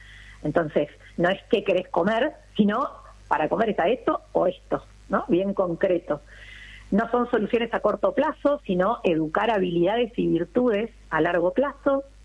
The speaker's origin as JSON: {"language": "Spanish", "region": "Buenos Aires", "country": "Argentina", "said": "yo soy de Capital Federal, Buenos Aires, vivo acá en el centro con mi marido"}